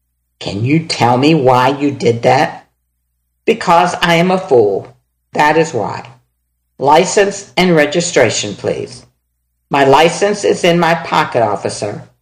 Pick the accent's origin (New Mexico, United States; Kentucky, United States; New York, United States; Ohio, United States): Kentucky, United States; I told him I was from Kentucky.